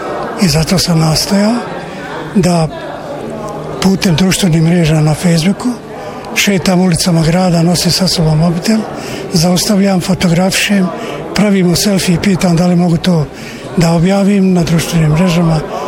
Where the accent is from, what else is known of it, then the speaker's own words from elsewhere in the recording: Tuzla, Tuzla Canton, Bosnia & Herzegovina; E baš ti ljudi su moja inspiracija i moj rodni grad su poriv moj koji ja pišem o ljudima grada. Moj serijal bio u Tuzli baš asocira na te ljude